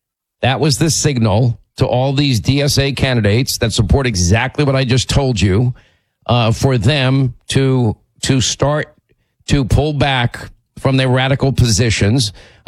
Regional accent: Ireland; I know I'm supposed to like whiskey. I'm Irish.

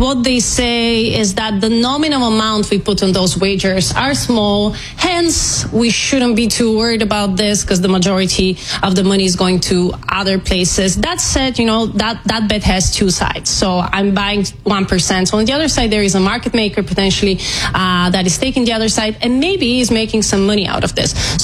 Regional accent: Bulgaria; English is a second language; But, you know, I'm from Bulgaria, and then Bulgaria had very low odds of winning Eurovision.

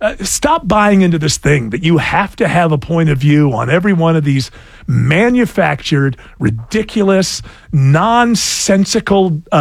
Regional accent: New York, United States; I'm from Western New York. It's like Lake Ontario and Lake Erie.

